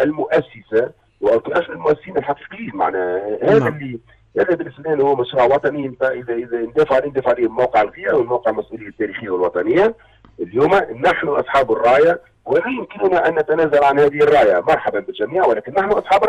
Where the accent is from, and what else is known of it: Tunisia